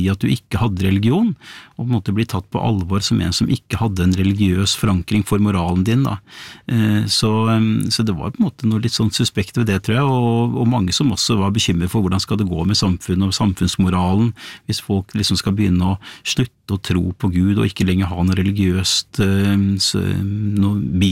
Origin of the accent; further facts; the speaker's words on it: Bærum, Akershus, Norway; jeg vokste opp I Bærum på 70-tallet, blått og konservativt Bærum.